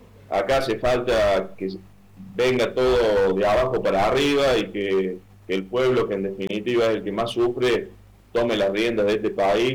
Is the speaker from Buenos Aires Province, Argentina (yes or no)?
no; Córdoba, Argentina; me duele como cordobés